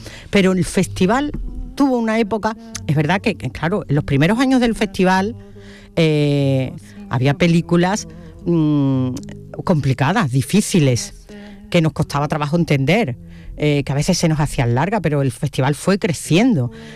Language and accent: Spanish; Huelva, Andalusia, Spain; yo soy muy de Huelva